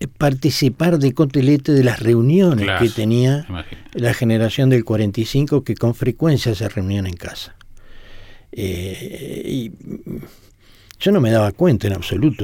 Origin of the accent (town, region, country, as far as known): Montevideo, Uruguay; born or raised there